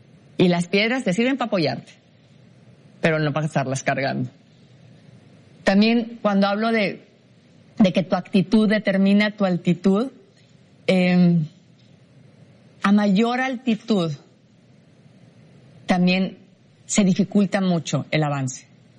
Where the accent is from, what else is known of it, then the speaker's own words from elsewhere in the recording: Mexico; vengo de México